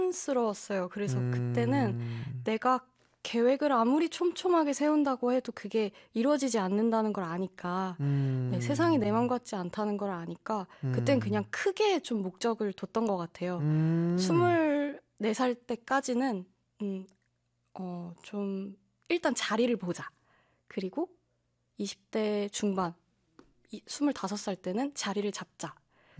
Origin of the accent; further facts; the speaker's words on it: South Korea; 한국인으로서